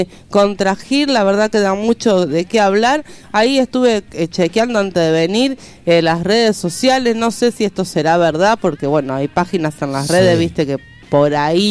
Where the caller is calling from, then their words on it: Argentina; como Argentina